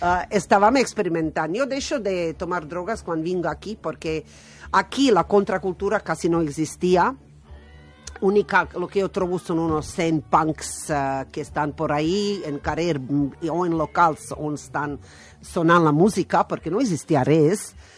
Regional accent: Osijek, Osijek-Baranja County, Croatia; born there; Italian is a second language; moved away; Io sono di Osijek

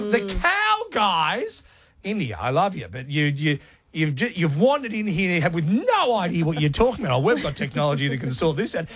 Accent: Australia; Am I proud as an Australian

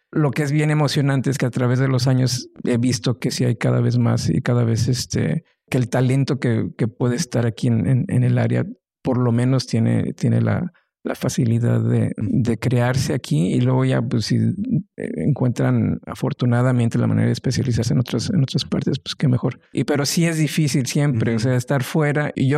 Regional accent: Monterrey, Nuevo León, Mexico; Y pues bueno, estamos en Monterrey, crecimos en Monterrey. Monterrey no era tierra fértil y tenemos una gran ciudad.

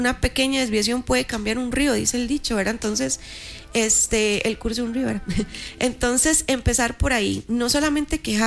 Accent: Costa Rica; yo sé que como ticos tenemos el dicho

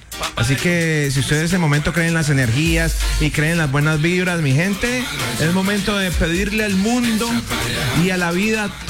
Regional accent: Colombia; a nosotros que generalmente que somos empleados colombianos, generalmente nosotros aquí en Colombia pues tenemos nuestras vacaciones cada año

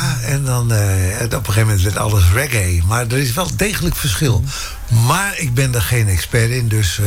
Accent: Netherlands; Ja, roepen wij maar als Nederlander.

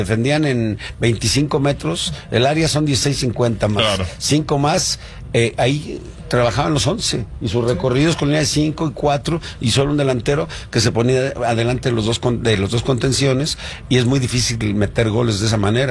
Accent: Mexico City, Mexico; now in Guadalajara, Mexico; Yo vengo del DF.

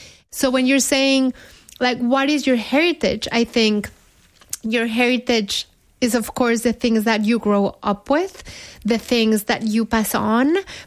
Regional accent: Mexico City, Mexico; It was very popular when I was growing up in Mexico City and central Mexico.

